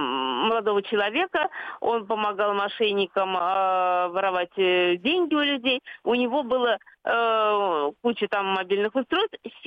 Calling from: Saint Petersburg, Russia; я из Санкт-Петербурга.

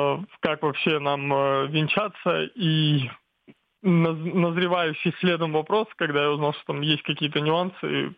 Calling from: Moscow, Russia; мне 22 года, я из Москвы.

